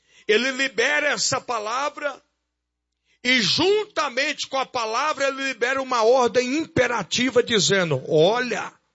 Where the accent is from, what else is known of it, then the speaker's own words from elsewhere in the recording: Goiás, Brazil; moved away; eu sou goiano